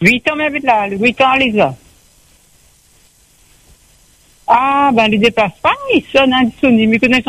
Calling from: Réunion; J'habite à Véron, résidence Rivage.

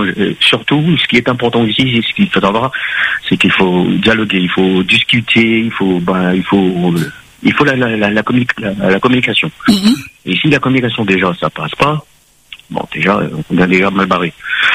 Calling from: Le Tampon, Réunion; j'habite au 17e kilomètre, j'habite au Tampon.

